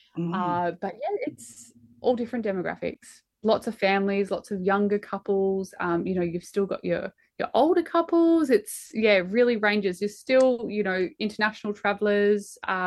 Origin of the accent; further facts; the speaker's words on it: Melbourne, Victoria, Australia; I grew up in Melbourne, so for me to go from the city to the desert, I find it absolutely fascinating.